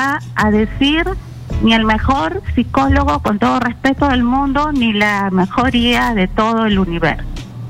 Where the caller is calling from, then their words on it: Lima, Peru; Te llamo de Miraflores.